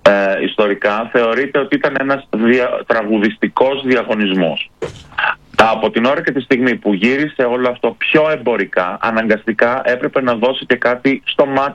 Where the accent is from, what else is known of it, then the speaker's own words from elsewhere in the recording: Greece; αυτό κάνουμε ως Έλληνες.